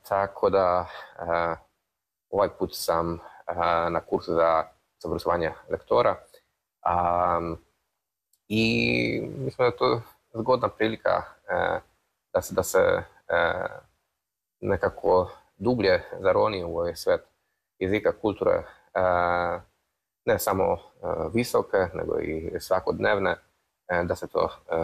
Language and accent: Serbian; Kraków, Lesser Poland, Poland; Serbian is a second language; dolazim iz Krakova, iz Poljske.